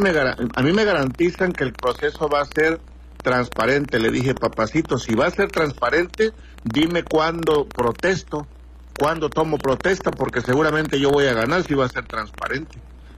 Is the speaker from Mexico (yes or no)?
yes; Mexico; La soberanía significa la libertad que como mexicanos tenemos para elegir a nuestras propias autoridades